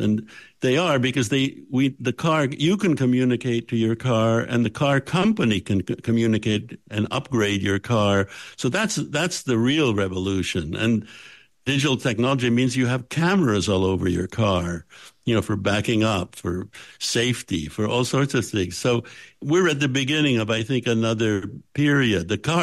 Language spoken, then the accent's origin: English; Canada; I grew up in Canada, which is very cold, which creates all sorts of special problems for cars.